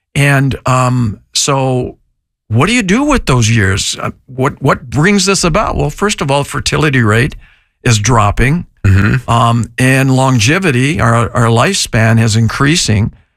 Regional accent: Sault Ste. Marie, Michigan, United States; I grew up in Sault Ste. Marie, Michigan. And we had 120, 160 inches of snow.

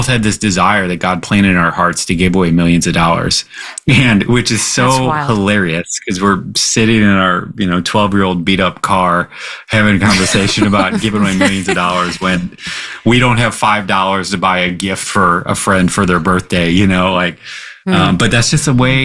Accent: United States; I was on mission and I'm an American and I want it faster

